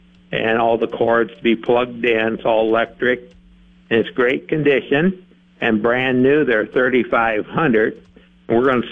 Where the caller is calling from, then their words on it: North Sioux City, South Dakota, United States; from North Sioux City.